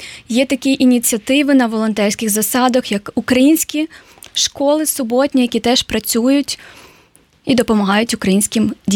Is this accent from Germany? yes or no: no; Ukraine; So, als Ukrainer, wir bedanken uns bei Ihnen und bei Darmstadt und bei Deutschland für die Unterstützung.